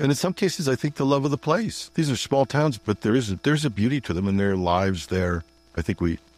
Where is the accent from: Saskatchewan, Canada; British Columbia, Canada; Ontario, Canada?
Ontario, Canada; Thunder Bay; now in Minden Hills, Canada; I grew up in Port Arthur